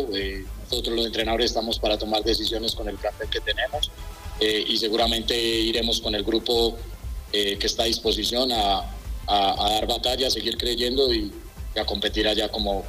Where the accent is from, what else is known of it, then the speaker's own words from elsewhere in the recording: Medellín, Antioquia, Colombia; moved away as an adult; also born or lived in Pereira; now in Bolivia; a mi país, a mi ciudad natal, Medellín, que lo sintió muy fuerte, y a una ciudad que quiero mucho como Pereira, donde viví, donde dirigí y donde tengo muchos amigos